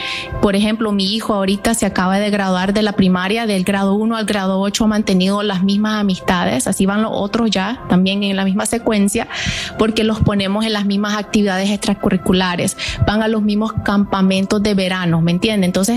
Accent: Toronto, Ontario, Canada; also born or lived in Nicaragua; Yo también salí de 7 años de Nicaragua, y interesante que nosotros venimos aquí, llegamos a Montreal y de ahí nos venimos para Toronto, y desde entonces pertenecemos a esta comunidad de la parroquia de Santo Tomás Moro, que queda en Scarborough

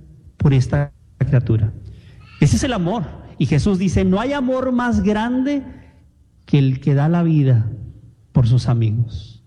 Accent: Mexico; moved away; Yo como mexicano

